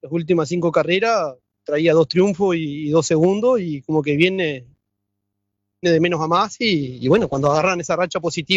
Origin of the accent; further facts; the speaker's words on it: Rivera, Uruguay; Yo soy del norte, me cuesta todo porque vengo de Rivera.